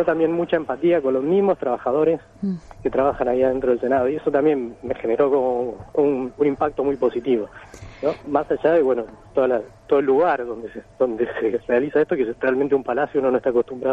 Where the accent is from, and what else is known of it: Argentina